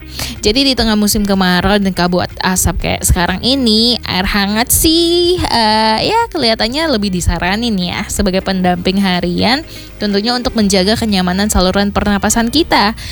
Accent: West Kalimantan, Indonesia; bagi kita nih warga Kalimantan Barat

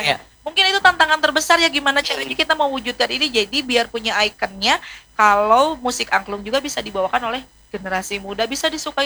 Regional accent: West Java, Indonesia; Kita orang Sunda punya nada sendiri namanya daminatilada.

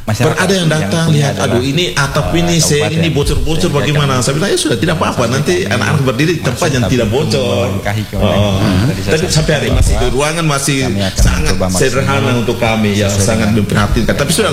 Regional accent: Wamena, Highland Papua, Indonesia; dulu saya masih lihat kami budaya kami orang Wamena itu di ujung rotan itu

